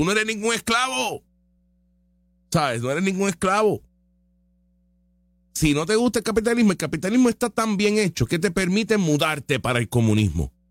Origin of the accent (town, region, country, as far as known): Puerto Rico